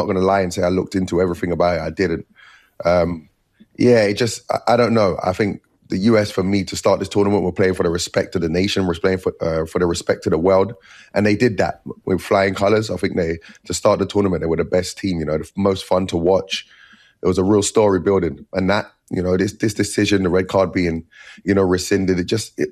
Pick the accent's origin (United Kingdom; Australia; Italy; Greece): United Kingdom; England; now in United States; Obviously, I'm from England, but I've been in America for a long time, so I'm rooting for America.